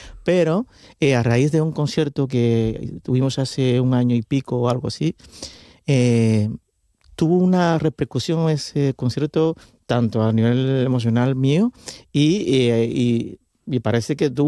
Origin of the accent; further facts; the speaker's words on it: Cuba; now in Spain; Yo nativo soy de Cuba.